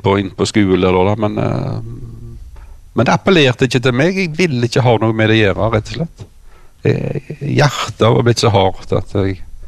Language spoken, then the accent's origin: Norwegian; Karmøy, Rogaland, Norway; Så vi vokste opp her i Sævlandsvikta. Bare en steinkast her på som vi sitter nå.